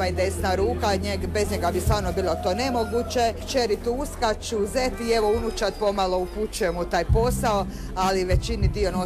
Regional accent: Slavonia, Croatia; moved away as an adult; now in Pelješac, Croatia; Pa evo, ja sam inače Slavonka, mi 11 godina živimo na Pelješcu, jer je suprug enolog i njegov posao nas je dovezao.

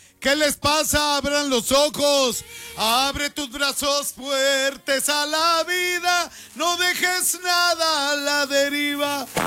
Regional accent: Nuevo León, Mexico; yo soy de Tunalguilla, Nuevo León.

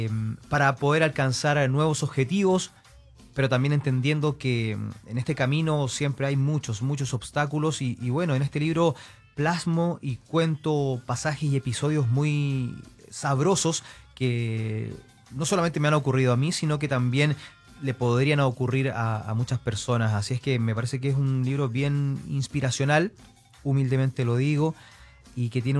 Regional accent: Chile; now in Nevada, United States; yo soy chileno.

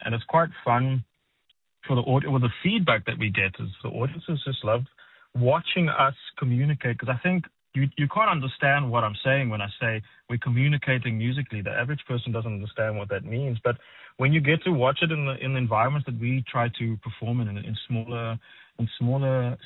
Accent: Cape Town, Western Cape, South Africa; we're from Cape Town.

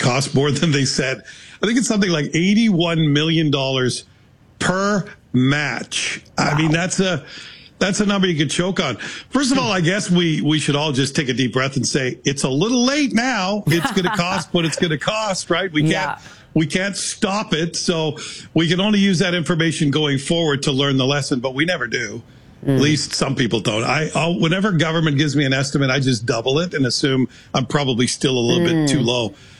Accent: Toronto, Ontario, Canada; They assumed because I was from Toronto, I must know people in Vancouver, and I've spent a lot of time there.

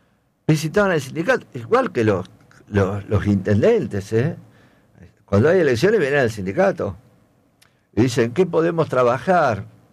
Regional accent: Rosario, Santa Fe, Argentina; los municipales, que también somos rosarinos.

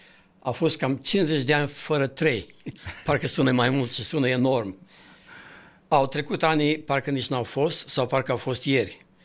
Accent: Rădăuți, Suceava County, Romania; born there; moved away as an adult; also born or lived in Brașov; eu m-am născut în Rădăuți, Bucovina, îi spune acum, parcă sunt mai bine decât Moldova, dar tot Moldova a rămas. Și am făcut școala primară în Rădăuți, pe urmă m-am dus în Suceava, am transferat în Suceava, am continuat școala acolo

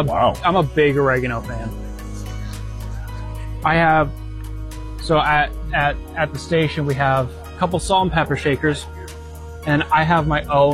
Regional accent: United States; I grew up in the Rotse area.

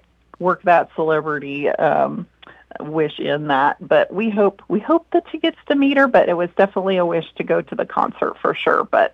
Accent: Beatrice, Nebraska, United States; moved away; my hometown of Beatrice

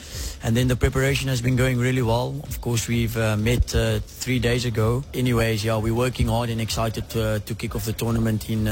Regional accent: South Africa; as a South African team

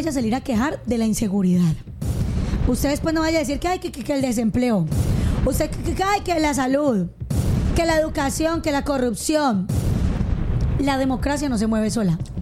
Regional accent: Colombia

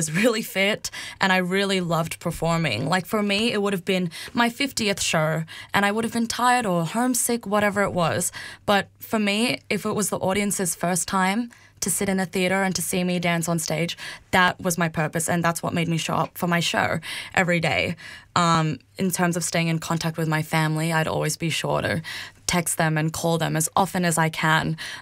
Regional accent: Australia; I'm from Australia and my accent is so, I guess, will catch people off guard, but people will learn that I'm Filipino-Australian

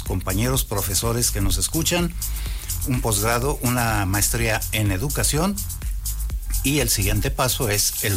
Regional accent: Aguascalientes, Mexico; soy de Aguascalientes

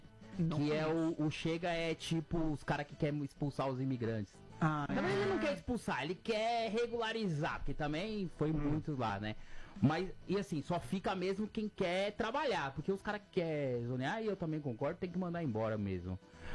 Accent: São Paulo, Brazil; Na verdade, eu sou paulistano, né?

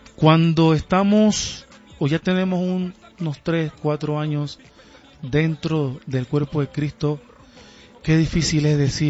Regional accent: Panama; La neverita, le decimos en mi país también.

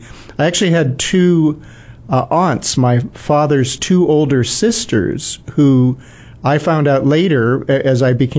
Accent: Minnesota, United States; Well, I'm a Scandinavian, as you said, which puts me squarely in Minnesota, where I grew up with my parents, I should say, who were both farmers.

